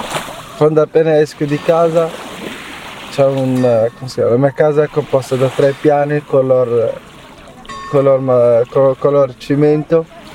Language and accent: Italian; Fquih Ben Salah, Béni Mellal-Khénifra, Morocco; Italian is a second language; moved away; ho 24 anni, vengo dal Marocco, la mia città si chiama Fai-Bensale.